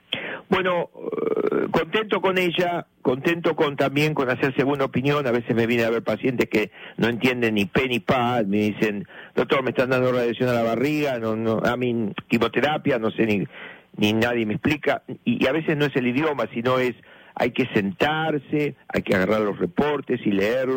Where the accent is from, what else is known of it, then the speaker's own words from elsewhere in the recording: La Plata, Buenos Aires Province, Argentina; moved away; la zapatería y alpargatería de mi papá, cuando era chiquito allá en La Plata, enfrente del ferrocarril Roca, en la calle 1, donde jugábamos siempre en la calle